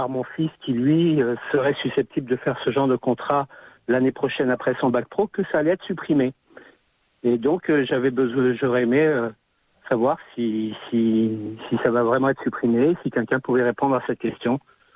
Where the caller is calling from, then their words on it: Nouméa, South Province, New Caledonia; Oui, bonjour, je vous appelle de Nouméa.